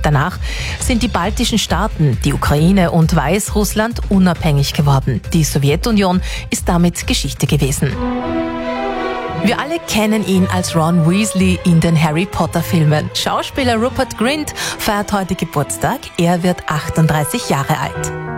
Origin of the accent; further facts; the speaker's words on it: Austria; Ja, auch bei uns in Österreich Platz 1 in den Charts.